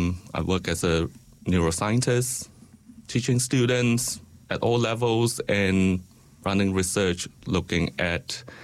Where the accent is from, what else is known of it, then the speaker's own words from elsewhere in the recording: Malaysia; moved away as an adult; now in New Zealand; So I'm originally from Malaysia. I arrived here in New Zealand 22 years ago.